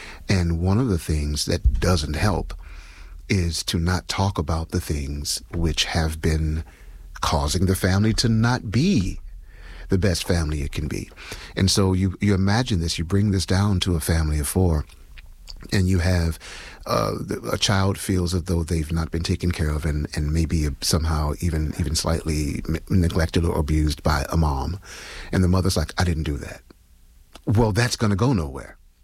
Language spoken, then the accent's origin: English; Chicago, Illinois, United States; born there; also born or lived in Mississippi; I was born in the 60s, grew up in the 70s and 80s, right? So where I come from, I was born in Mississippi, so blues was ubiquitous. It was always there. When moving to Chicago, both blues and jazz was ubiquitous.